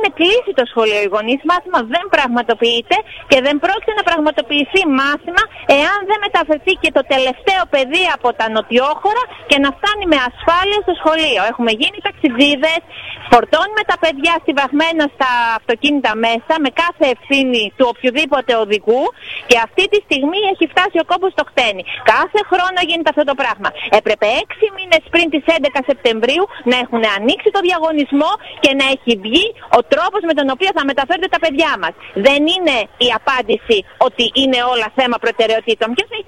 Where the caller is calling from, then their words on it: Pyrgi, North Aegean, Greece